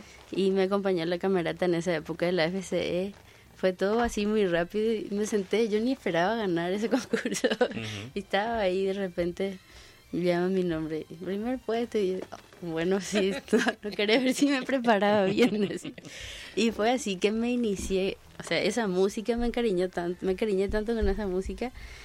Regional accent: Paraguay; also born or lived in Buenos Aires; y eso quería yo también, traer acá y sentir eso en mi país.

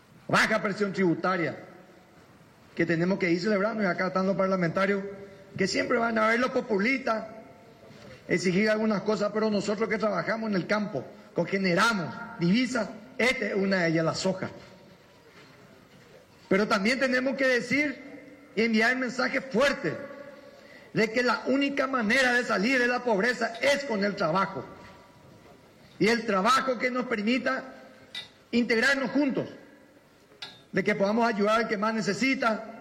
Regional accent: Paraguay; podamos hacerlo juntos como paraguayos

